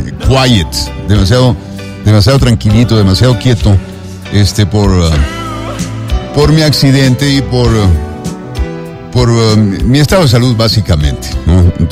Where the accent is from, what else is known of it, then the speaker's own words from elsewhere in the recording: Quito, Pichincha, Ecuador; Nosotros tenemos, como quiteños, tenemos algo que darle